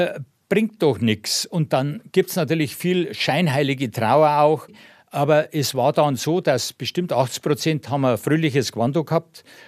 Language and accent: German; Bassing, Germany; Und da bin ich aufgewachsen in Bassing in der Mayhofstraße.